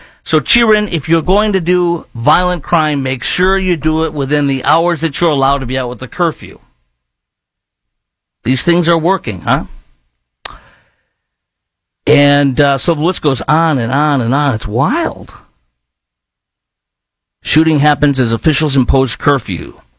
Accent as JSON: {"language": "English", "town": "Chicago", "region": "Illinois", "country": "United States", "tie": "born or raised there", "said": "my hometown of Chicago"}